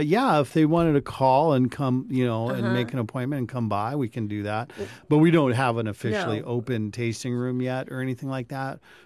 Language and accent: English; Colorado Springs, Colorado, United States; also born or lived in Germany; My mom was German, and I was born in Germany, and my sister was as well. And so we moved here when we were young children. And then we moved around like army brats do, and then ended up in Colorado Springs, Colorado. And I pretty much was, we grew up there.